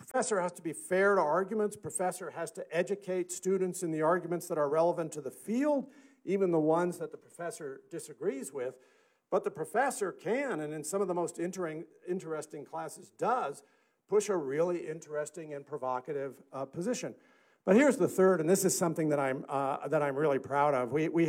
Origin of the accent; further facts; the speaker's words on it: Oregon, United States; moved away; I grew up in Oregon, had gone home to Oregon